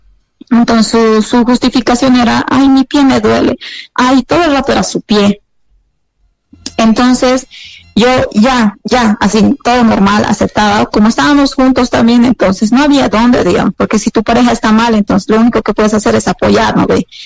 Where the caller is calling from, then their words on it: Cochabamba, Bolivia; yo igual soy de Cochabamba.